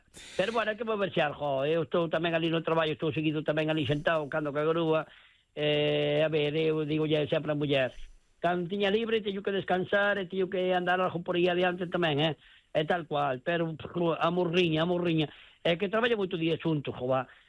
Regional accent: Santiago de Compostela, Galicia, Spain; Bueno, me crié ali, nací ali, me crié ali, é toda a historia, pero eu vivía nunha casa

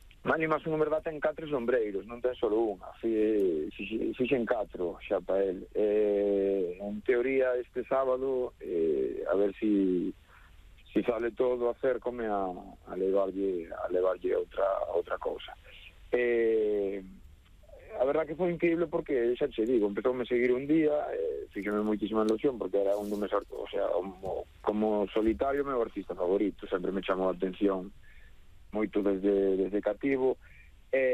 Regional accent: Cedeira, Galicia, Spain; son aquí de Cedeira, teño os pés moi na terra

